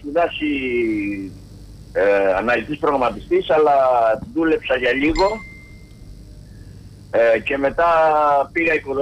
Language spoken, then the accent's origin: Greek; Heraklion, Crete, Greece; now in Canada; Και εγώ είμαι και από το Ηράκλειο που έχουμε αμπέλια.